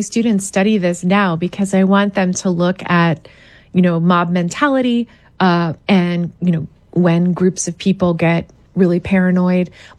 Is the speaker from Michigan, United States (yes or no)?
no; Pennsylvania, United States